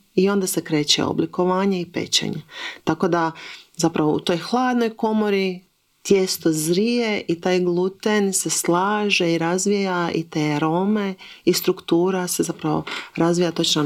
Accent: Croatia; kod nas u Hrvatskoj

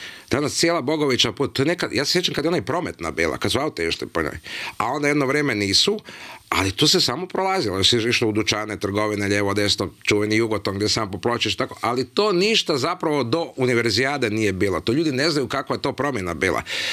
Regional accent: Zagreb, City of Zagreb, Croatia; kako sam dolazio iz Novog Zagreba, ja sam u Sigetu odrastao, tu sam rođen u centru, na Medveščaku

